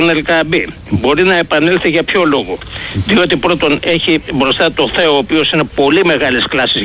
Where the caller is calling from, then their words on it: Piraeus, Attica, Greece; από Πειραιά, με θυμάσαι.